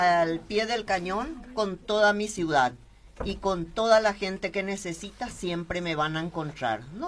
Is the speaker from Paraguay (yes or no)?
yes; Carapeguá, Paraguarí, Paraguay; me debo a mi pueblo y a mi ciudad natal, Carapeguá.